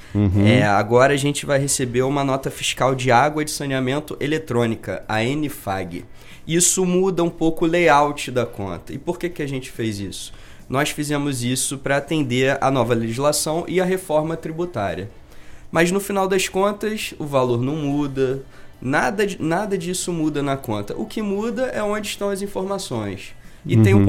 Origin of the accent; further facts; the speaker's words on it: Rio de Janeiro, Brazil; moved away as an adult; now in Governador Valadares, Brazil; Sou carioca, mas com família de Coroaci.